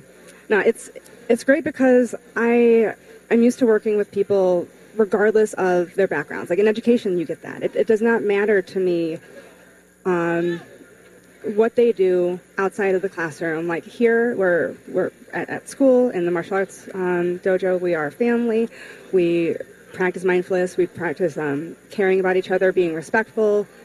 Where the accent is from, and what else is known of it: Bolingbrook, Illinois, United States; born or raised there; moved away as an adult; also born or lived in Champaign-Urbana, Illinois